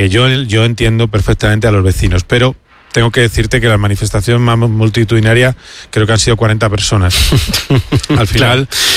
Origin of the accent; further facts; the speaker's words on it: Madrid, Community of Madrid, Spain; Y eso está bien, yo como madrileño, pues mira, encantado.